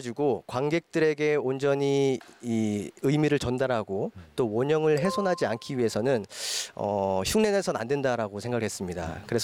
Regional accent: South Korea; 내가 한국인인데

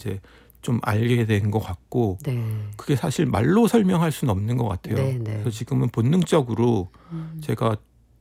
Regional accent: South Korea; 한국 사람이면서

